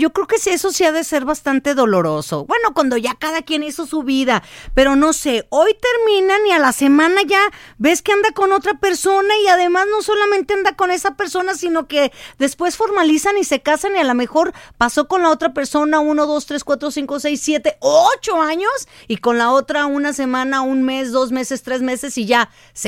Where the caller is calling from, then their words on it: Teocaltiche, Jalisco, Mexico; de Teocaltiche, sí señor.